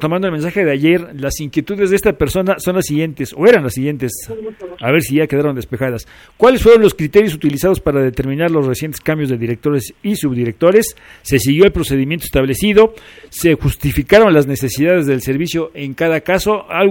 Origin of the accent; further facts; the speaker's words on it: Chiautempan, Tlaxcala, Mexico; allá en Chautempan, allá en mi tierra